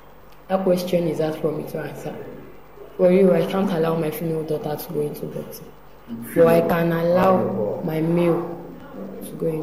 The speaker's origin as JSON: {"language": "English", "area": "Ajegunle", "region": "Lagos", "country": "Nigeria", "said": "I am also from Barriga."}